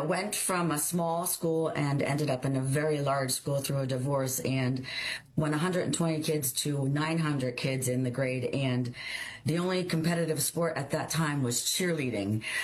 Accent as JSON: {"language": "English", "town": "Wilkes-Barre", "region": "Pennsylvania", "country": "United States", "said": "I'm from Laughlin, Oakwood Park, which is right nestled in Wilkes-Barre, PA, originally"}